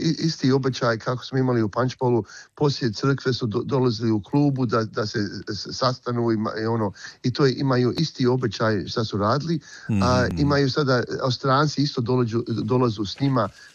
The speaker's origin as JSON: {"language": "Croatian", "country": "Croatia", "said": "šta imamo tu da kao Hrvati, ponosni Hrvata, šta možemo njima pokazati ko smo i šta smo."}